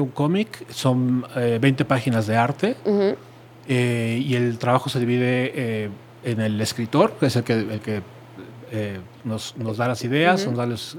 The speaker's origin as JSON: {"language": "Spanish", "country": "Mexico", "said": "Somos mexicanos."}